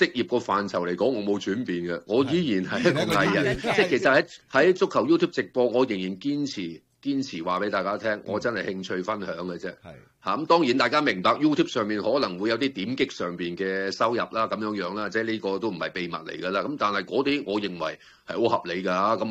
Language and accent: Cantonese; Hong Kong; 我係香港人